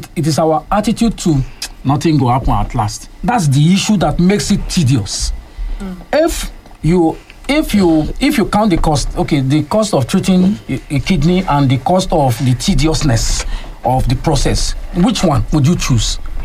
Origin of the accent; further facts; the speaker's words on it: Nigeria; As a Nigerian